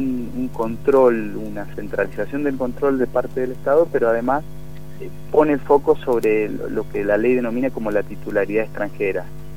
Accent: Malargüe, Mendoza, Argentina; hablo de Malargüe porque por ahí es el lugar donde desde que provengo y el que más trabajo yo

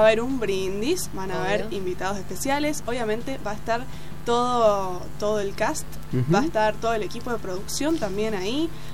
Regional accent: Argentina

